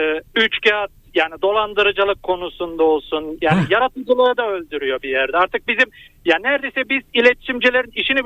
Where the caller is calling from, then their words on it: Ankara, Turkey; Ankara'dan arıyorum.